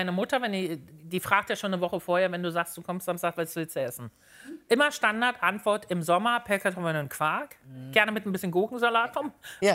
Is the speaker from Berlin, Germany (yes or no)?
yes; Berlin, Germany; ich komme aus Berlin.